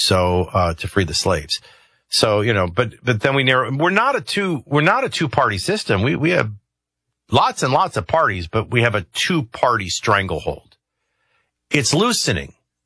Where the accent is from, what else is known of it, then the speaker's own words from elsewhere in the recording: Arlington Heights, Illinois, United States; also born or lived in New Orleans, United States; when we moved from Chicago, now I was in Arlington Heights, suburban Chicago. My elementary schools were beautiful and big. And really for 1970, they were as nice as you could fathom. And then we moved to New Orleans